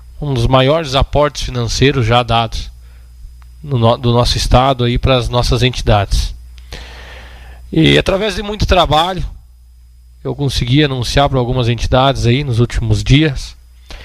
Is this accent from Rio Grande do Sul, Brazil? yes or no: yes; Rio Grande do Sul, Brazil; sou brasileiro, mas não antes de ser gaúcho.